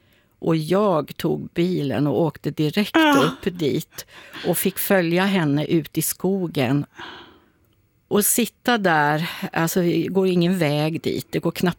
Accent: Umasjö, Västerbotten County, Sweden; För jag kommer ursprungligen ifrån södra Lappland, ifrån en liten by som heter Umasjö, som ligger mellan Tärnaby och norska gränsen, kan man säga. Och där är min mamma uppväxt, och där var mina morföräldrar fjällbönder i början på 1900-talet.

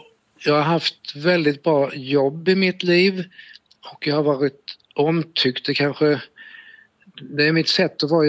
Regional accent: Småland, Sweden; moved away; Och jag kom ju från Småland från början då och i Smålands stenar.

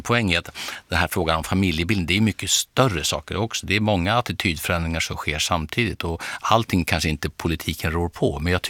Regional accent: Lund, Skåne, Sweden; born there; Ja, min födelsestad.

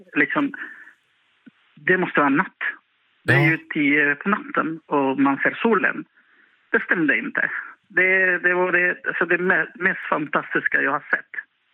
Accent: Barranquilla, Atlántico, Colombia; Swedish is a second language; moved away; Och från min hemstad som heter Barranquilla och ligger i Karibien. Då lämnar man i lilla Vilhelmina upp i Norrland, södra Lappland dessutom.

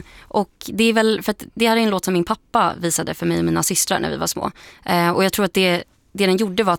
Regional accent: Brussels, Brussels-Capital Region, Belgium; Jag växte upp i Bryssel och där jag lyssnade inte på överdrivet mycket musik, men jag gick i kör

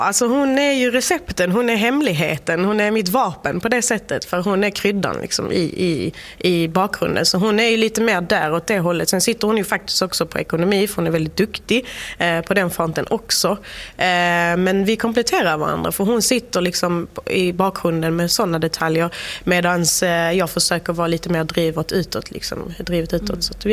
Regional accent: Sweden; born there; also born or lived in Iraq; vi flyttade hit när jag var 2 år, så 96.

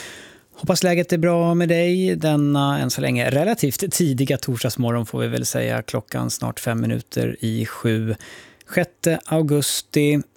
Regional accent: Gotland, Sweden; moved away; Har det att göra med faktumet att jag är uppvuxen på Gotland där igelkotten är landskapsdjur? Svar ja.

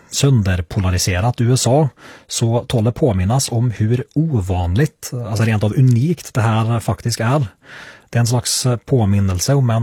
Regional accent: Norway; Men oavsett vad man anser om monarkin så är det för mig som norrman svårt att inte också sörja att kung Harald möjligen tar med sig en epok i graven.

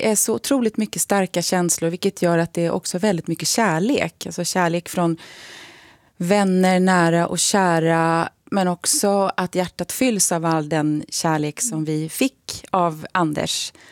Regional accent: Lerum, Västra Götaland County, Sweden; men jag har sett bilder av en vit villa i Lerum där jag växte upp mina första två år i en stor familj. Så att jag är ju född 1969

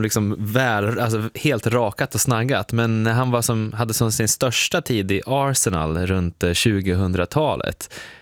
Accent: Järvsö, Gävleborg County, Sweden; hemma i Järvsö och där jag växte upp

